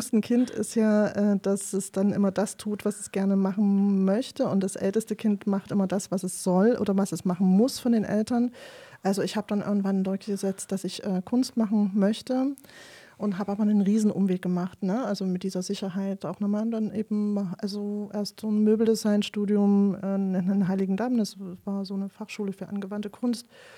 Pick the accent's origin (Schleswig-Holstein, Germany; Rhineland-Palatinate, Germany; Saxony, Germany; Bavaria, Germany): Saxony, Germany; Leipzig; Jedenfalls bin ich in Leipzig groß geworden.